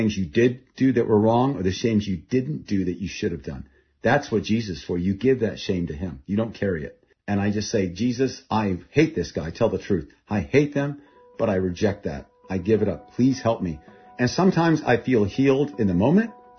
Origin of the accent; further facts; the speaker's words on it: Thailand; born or raised there; first language Thai; English is a second language; also born or lived in Texas, United States